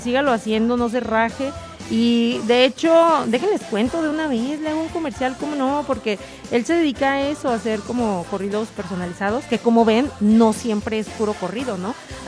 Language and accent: Spanish; Guanajuato, Mexico; moved away; also born or lived in Hércules, Coahuila / La Perla; soy de Guanajuato, que estuve en Hércules, que estuve en La Perla, que forman parte de mi vida, de mi corazón, de mi historia, de mi todo.